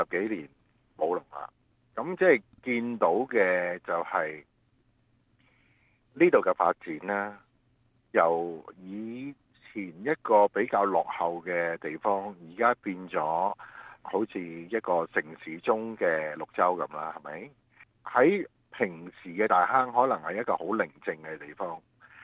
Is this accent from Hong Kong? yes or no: yes; Hong Kong; 我哋嚟自香港唔同地方嘅组员